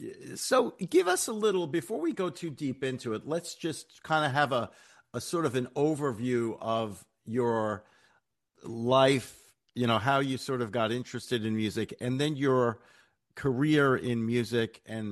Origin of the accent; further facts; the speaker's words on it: New York City, New York, United States; yeah, I grew up in New York City.